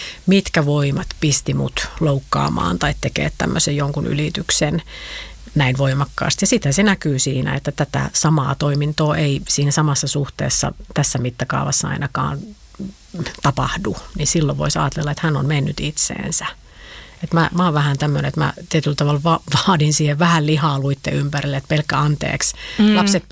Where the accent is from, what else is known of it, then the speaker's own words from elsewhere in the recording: Varkaus, North Savo, Finland; olen itse Savosta kotoisin. Eli olen Varkaudesta kotoisin.